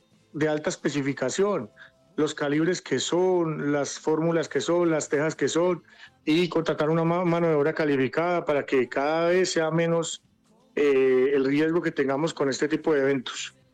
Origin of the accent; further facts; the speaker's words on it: Pereira, Risaralda, Colombia; eso siempre hemos tenido los pereiranos.